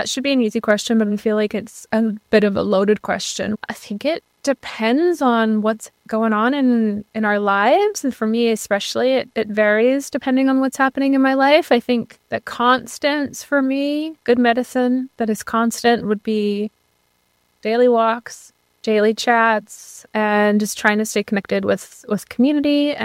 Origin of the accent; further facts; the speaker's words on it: Saskatchewan, Canada; moved away as an adult; now in Vancouver, Canada; I'm currently living in Vancouver. I'm originally from Musqueam First Nation in Treaty 6 territory, north central Saskatchewan. I'm Métis Cree on my mom's side and of European settler descent on my father's side. I moved to Vancouver over a decade ago